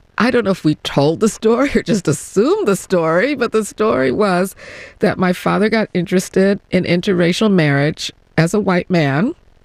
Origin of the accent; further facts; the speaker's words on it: Chicago, Illinois, United States; I knew growing up in Chicago in the 1960s that my father had been conducting interviews of black-white couples throughout my entire childhood.